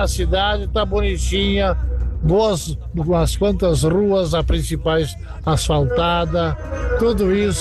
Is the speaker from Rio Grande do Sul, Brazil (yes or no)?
yes; Rio Grande do Sul, Brazil; somos gaúchos, sim